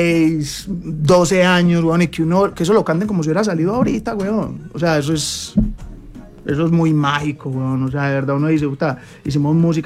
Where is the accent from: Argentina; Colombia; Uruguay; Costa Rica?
Colombia; Envigado, Antioquia; Yo crecí en un barrio en Envigado y aún vivo en Envigado. En otro lugar, pero allá mismo. Allá quiero que me saquen con los pies por delante, bro. Yo me fui a vivir a Estados Unidos 6 meses.